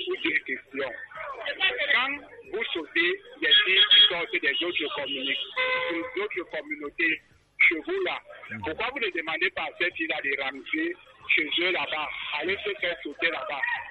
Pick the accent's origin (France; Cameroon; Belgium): Cameroon; Yaoundé, Centre; born there; Moi, je suis né ici à Yaoundé. Je suis de Barabalou.